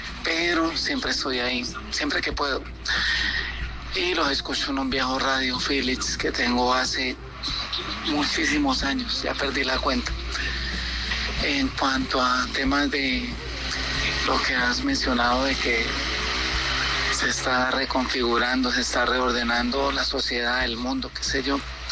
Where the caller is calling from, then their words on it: Bucaramanga, Santander, Colombia; yo los escucho desde Bucaramanga, ciudad bonita.